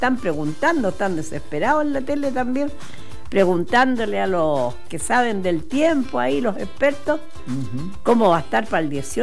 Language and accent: Spanish; Chile; nacionalistas que somos los chilenos